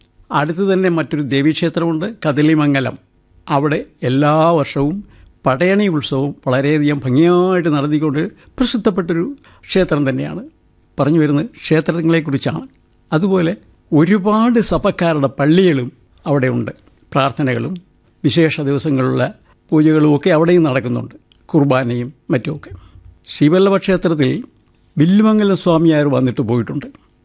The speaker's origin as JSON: {"language": "Malayalam", "town": "Thiruvalla", "region": "Kerala", "country": "India", "tie": "born or raised there", "said": "ഞാൻ ജനിച്ചു വളർന്നത് മധ്യ തിരുവിതാംകൂറിലെ തിരുവല്ല എന്ന് പറഞ്ഞ സ്ഥലത്താണ്."}